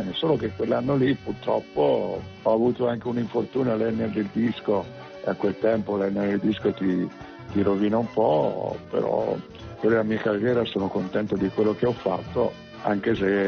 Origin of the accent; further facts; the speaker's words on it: Tuscany, Italy; no, sono originario della provincia di Pisa. Mi mettono tutti Siena, ma io no. Provincia di Pisa io.